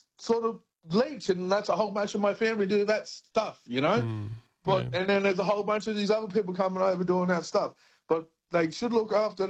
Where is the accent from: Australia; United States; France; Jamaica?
Australia; You know, it's not a bad thing, and everyone has to be ashamed of being Aussie. It's what it seemed like it'd be, and I'm half. Half and half, you know what I mean?